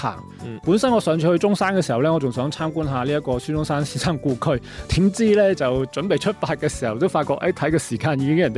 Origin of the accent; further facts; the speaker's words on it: Guangzhou, Guangdong, China; 我哋廣州人